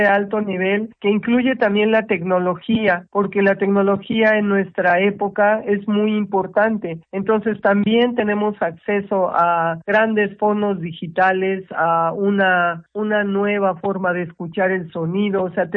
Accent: Mexico; lo que somos como mexicanos

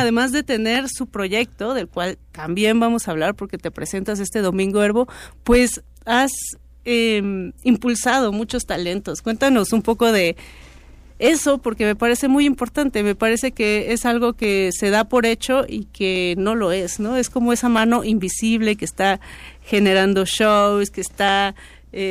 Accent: Oaxaca, Mexico; Yo soy de Oaxaca.

